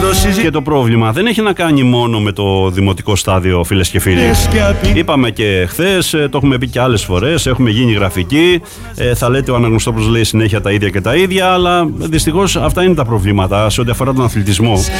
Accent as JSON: {"language": "Greek", "town": "Gastouni", "region": "West Greece", "country": "Greece", "moved": "yes", "lives_now": "Zakynthos, Greece", "said": "Μάλιστα από εκεί είμαι. Αγαπώ πάρα πολύ τον τόπο μου, όπως αγαπώ ακόμα περισσότερο τώρα εδώ που μένω τη Ζάκυνθο."}